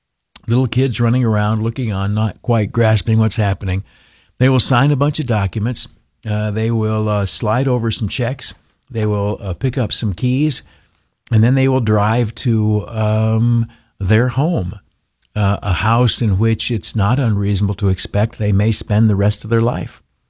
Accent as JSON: {"language": "English", "town": "New York City", "region": "New York", "country": "United States", "said": "You're only questioning me because I am a Democrat from New York City."}